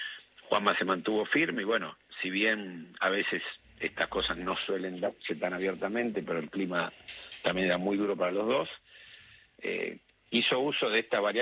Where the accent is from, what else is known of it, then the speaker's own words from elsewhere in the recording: Argentina; una emoción no solamente para mí como padre, como entrenador, como argentino.